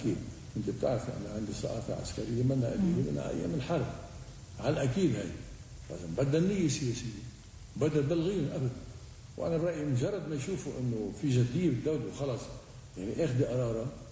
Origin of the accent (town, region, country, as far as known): Lebanon